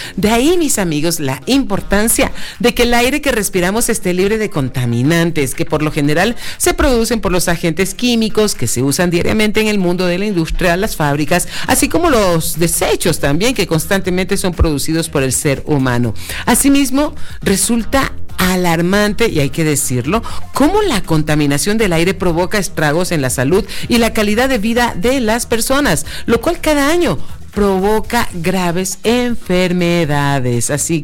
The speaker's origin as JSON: {"language": "Spanish", "country": "Panama", "said": "Panamá, un beso a mi tierra también hermosa, puente del mundo, corazón del universo"}